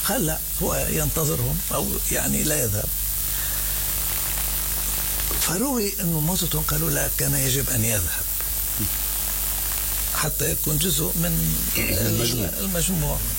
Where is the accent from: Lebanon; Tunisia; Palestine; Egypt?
Palestine; Jerusalem; هي مش مدينتي اللي أنا أحلم بها اللي أنا كنت أفكر بها، ولا هي مدينتي اللي أنا يعني حابب أرجع أشوفها. هلا بقيت القدس قدس، بس صرت بدك تعيش مع عالم جديد كامل.